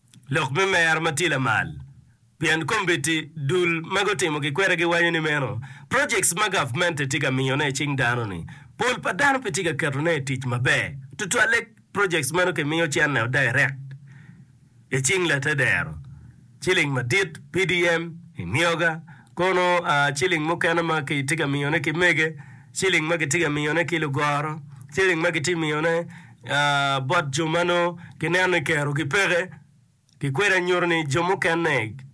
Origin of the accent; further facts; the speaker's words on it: Laibi, Northern Region, Uganda; from Laibi.